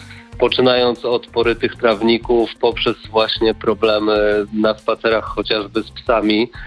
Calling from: Gdynia, Pomeranian Voivodeship, Poland; Ja, panie Kubo, dzwonię z Gdyni

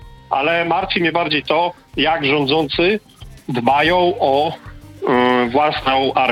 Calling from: northern Poland, Poland; bo jestem z północy kraju

